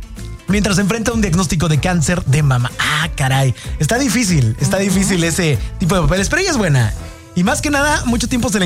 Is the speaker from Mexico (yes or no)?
yes; Mexico; Es que también somos mexicanos, pedimos al límite.